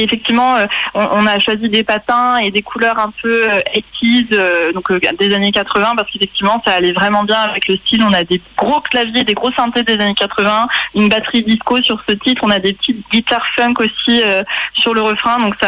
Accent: Rouen, Normandy, France; je viens de Rouen, en Normandie.

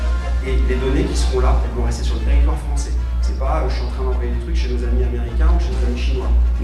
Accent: France; vous l'entendez de ma voix, je suis français.

